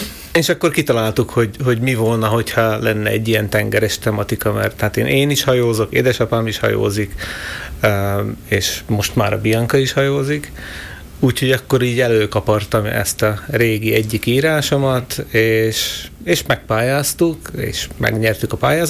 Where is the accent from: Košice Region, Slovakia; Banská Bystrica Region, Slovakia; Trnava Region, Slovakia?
Trnava Region, Slovakia; Šamorín; Én 40 éve élek ebben a házban. Közben éltem külföldön is, utazgattam sokat, úgyhogy de most így stabilan 40 éve vagyok ide bejelentve